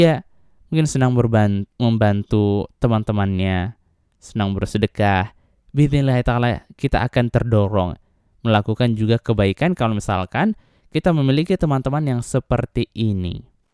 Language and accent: Indonesian; Kendari, Southeast Sulawesi, Indonesia; kita sebagai orang Kendari ya